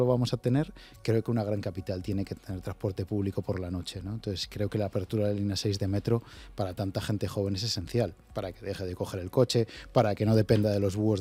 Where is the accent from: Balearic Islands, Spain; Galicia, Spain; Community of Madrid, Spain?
Community of Madrid, Spain; Pelayos de la Presa; sabéis que yo soy de Pelayos de la Presa